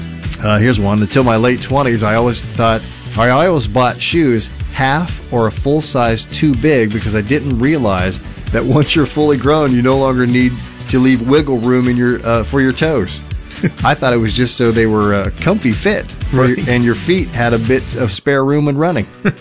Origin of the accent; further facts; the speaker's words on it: the South, United States; In my hometown, there was an old fruit canning factory, and I lived in the South, so with our accents, it was always called the Cannon Factory.